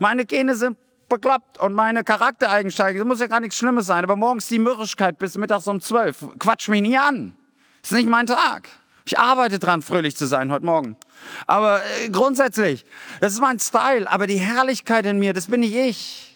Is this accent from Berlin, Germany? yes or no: no; Rhineland-Palatinate, Germany; Wir kommen aus dem Westerwald in der Nähe.